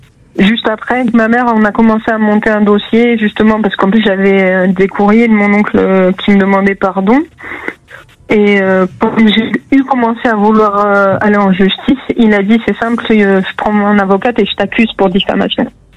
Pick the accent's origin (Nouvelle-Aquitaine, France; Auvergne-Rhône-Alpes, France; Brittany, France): Nouvelle-Aquitaine, France; Agen; Alors moi je suis d'Agen, mais j'ai la chance de pouvoir aller depuis quelques temps à Bordeaux, à Toulouse